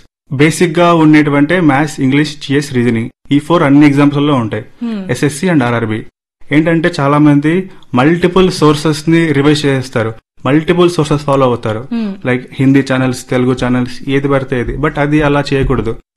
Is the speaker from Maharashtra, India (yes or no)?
no; Kadapa, Andhra Pradesh, India; మేము కడప నుంచి వచ్చాము.